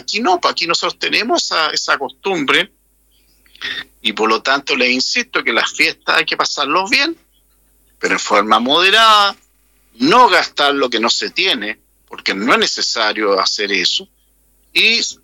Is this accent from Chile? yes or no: yes; Chile; Y nosotros, como chilenos, tenemos características como pueblo positivas y también características negativas.